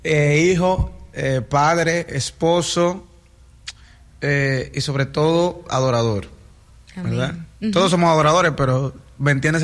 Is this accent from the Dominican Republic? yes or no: yes; Dominican Republic; born there; Exacto, en República okay. Dominicana.